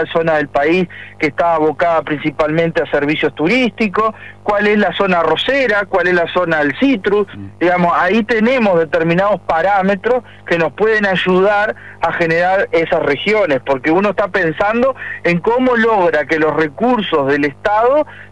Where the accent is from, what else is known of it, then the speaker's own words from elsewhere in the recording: Colonia, Uruguay; Yo soy coloniense y vivo en Colonia.